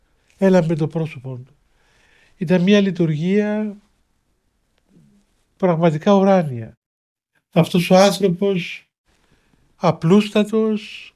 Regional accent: Cyprus; εγώ είμαι Κύπριος, μόλις φτάνει από την Κύπρο και δεν το ξέρω, πού να σκεφτώ τίποτα άλλο

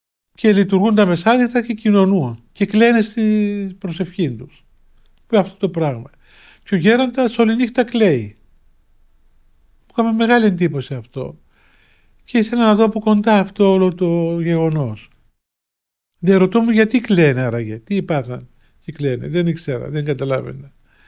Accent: Cyprus; γιατί θεωρούμαι αλλοδαπός ως Κύπριος

